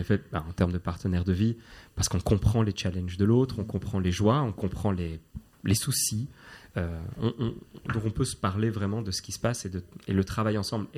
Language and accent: French; Brussels, Belgium; Il n'y a que moi qui suis un bruxellois pure souche.